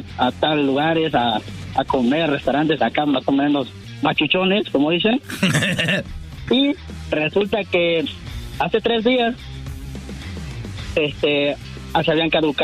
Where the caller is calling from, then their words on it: Salt Lake City, Utah, United States; Hablo de acá de Salt Lake City, Utah.